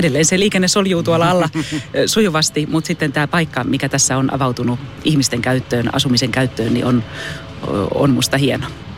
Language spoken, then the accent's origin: Finnish; Tampere, Pirkanmaa, Finland; mä oon asunut elämäni aikana molemmilla puolilla kaupunkia, että, mutta kyllä se varmaan tulee sieltä lapsuudesta, että mä oon lapsuuteni elänyt Kissanmaalla. Ja, eli itäpuolella.